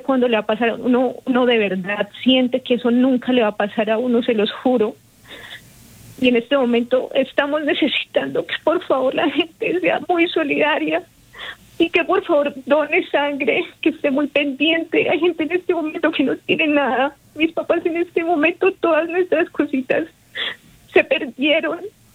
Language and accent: Spanish; Pereira, Risaralda, Colombia; now in Barbosa, Colombia; realmente pues yo soy de Pereira, toda mi familia está en Pereira, por temas de trabajo estoy acá